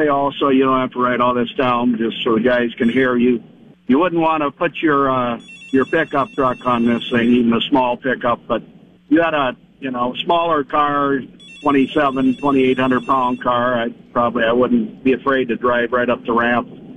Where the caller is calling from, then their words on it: Sioux Falls, South Dakota, United States; Sioux Falls right now. We kind of drift around. Yeah, no, Sioux Falls.